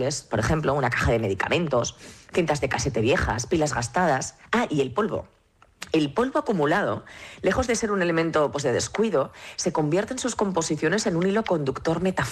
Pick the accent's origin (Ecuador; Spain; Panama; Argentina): Spain; Zaragoza, Aragon; yo estoy en Zaragoza, en mi tierra.